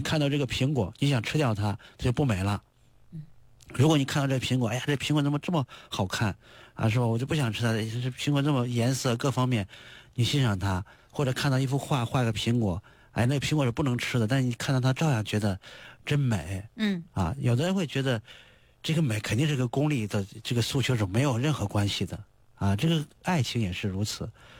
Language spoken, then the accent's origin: Chinese; China; 我们中国人